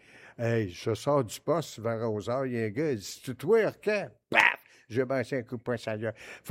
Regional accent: Trois-Rivières, Quebec, Canada; moved away as an adult; moi, je viens de Trois-Rivières.

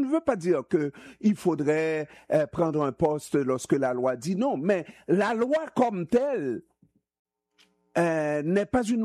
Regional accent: Haiti; Je suis haïtien, je suis né haïtien et je sais ce que ce pays a fait pour moi, n'est-ce pas?

